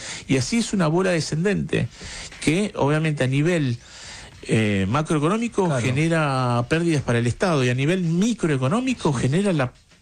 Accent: Argentina; Eso es un poco la visión que tenemos que tener como argentinos

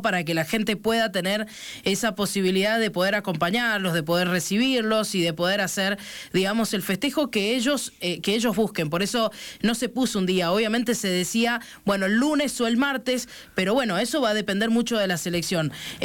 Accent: Argentina; nosotros como argentinos lo queríamos recibir a Messi

